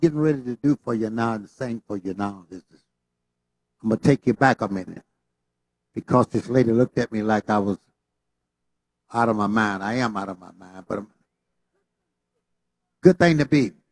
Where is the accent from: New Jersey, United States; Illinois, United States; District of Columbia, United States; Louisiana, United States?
Louisiana, United States; Haynesville; moved away; also born or lived in Pine Bluff, Arkansas; I was born in a little place called Homer, Haynesville, Louisiana. I left my hometown in 1947. Went to Pine Bluff, Arkansas with my father, who was a preacher and a pastor of a church.